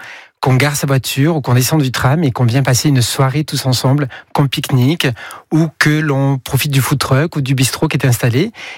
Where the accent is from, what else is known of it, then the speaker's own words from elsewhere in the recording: Albi, Occitanie, France; Albi, dans le Tarn.